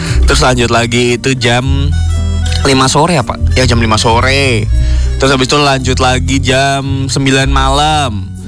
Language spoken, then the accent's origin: Indonesian; Semarang, Central Java, Indonesia; Sebagai warga Semarang